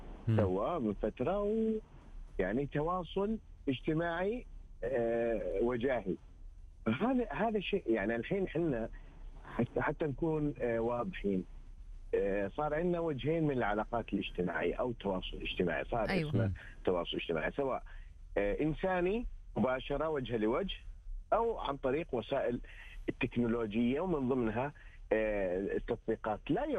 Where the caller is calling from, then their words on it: Riyadh, Riyadh Province, Saudi Arabia; من الرياض.